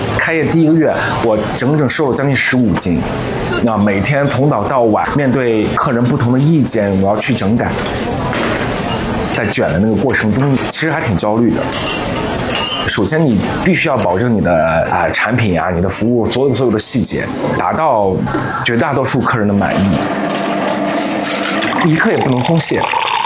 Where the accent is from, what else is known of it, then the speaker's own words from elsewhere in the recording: Shandong, China; moved away; 我从小在山东的时候有赶集